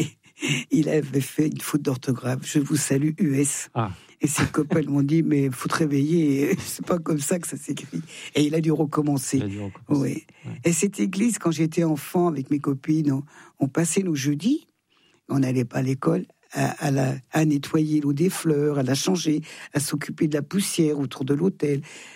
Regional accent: Thonon-les-Bains, Auvergne-Rhône-Alpes, France; born there; Je suis née à Thonon.

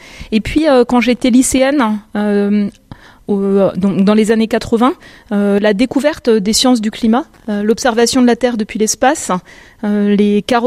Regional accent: Grand Est, France; Mon expérience personnelle, j'ai grandi en Lorraine.

